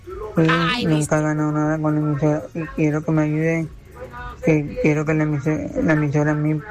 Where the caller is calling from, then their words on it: Soledad, Atlántico, Colombia; Desde aquí, desde el barrio Primero de Mayo, Soledad.